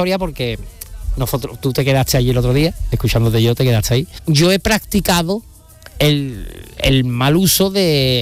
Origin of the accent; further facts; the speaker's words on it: Alcalá de Guadaíra, Andalusia, Spain; Yo nací en el Virgen del Rocío. Pero bueno, mi residencia está en Alcalá de Guadaira desde pequeño. Soy alcalareño, sevillano y alcalareño.